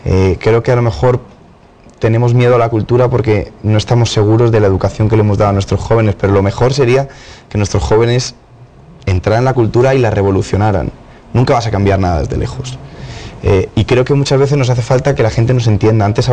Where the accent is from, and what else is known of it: Spain